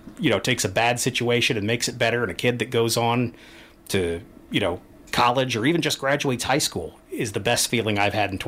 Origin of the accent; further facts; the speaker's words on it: Columbia, United States; But I grew up here in Columbia.